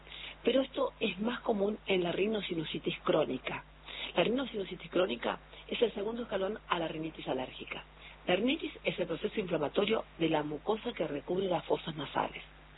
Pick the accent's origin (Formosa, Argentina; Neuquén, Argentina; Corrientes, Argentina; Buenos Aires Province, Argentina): Corrientes, Argentina; Bella Vista; now in Buenos Aires, Argentina